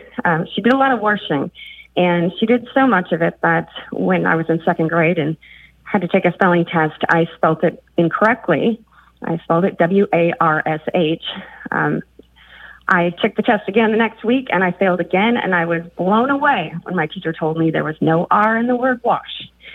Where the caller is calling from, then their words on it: Frankfort, Kentucky, United States; I'm calling from Frankfort, Kentucky.